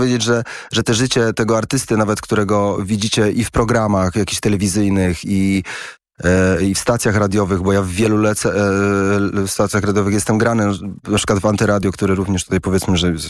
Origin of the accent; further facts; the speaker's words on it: Poznań, Greater Poland Voivodeship, Poland; do mnie ludzie z Poznania, bo ja pochodzę z Poznania, ludzie, z którymi nie mam kontaktu od wielu lat, słyszą mnie w stacji radiowej